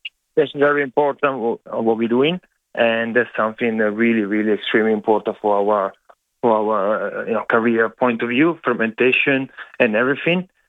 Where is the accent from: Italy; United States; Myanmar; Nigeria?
Italy; moved away as an adult; also born or lived in Sydney, Australia; now in Adelaide Hills, Australia; And I choose the Adelaide Hills because I love it. Very similar to my hometown in Italy. And that's basically the reason why I moved to Adelaide.